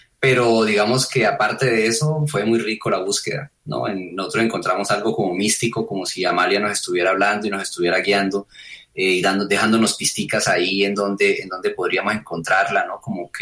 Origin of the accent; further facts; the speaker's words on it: Málaga, Santander, Colombia; yo nací en Málaga, Santander, en un pueblo metido en las montañas de la cordillera oriental de los Andes, con difícil acceso, un pueblo que no se relaciona con Bucaramanga porque la carretera es una mentira y un caos total